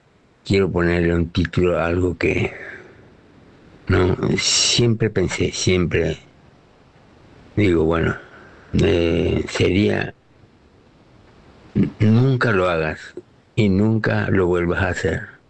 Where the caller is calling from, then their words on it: Clorinda, Formosa, Argentina; de Clorinda